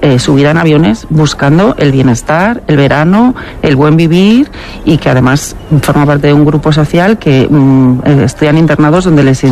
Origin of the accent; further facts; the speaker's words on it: Ponferrada, Castile and León, Spain; y además que yo soy una parvenida de Ponferrada.